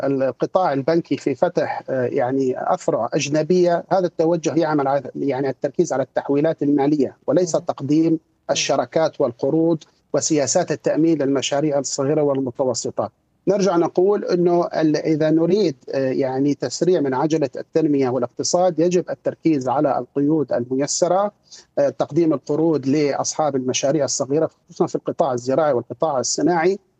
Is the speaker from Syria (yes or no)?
yes; Syria; now in Kuwait; انا كمغترب سوري مقيم في الكويت